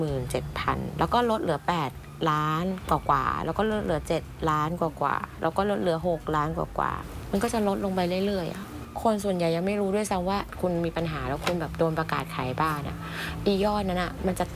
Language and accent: Thai; Bangkok, Thailand; ตอนนี้43ค่ะ … เป็นคนกรุงเทพค่ะเกิดและเติบโตในถนนย่านสีลมค่ะ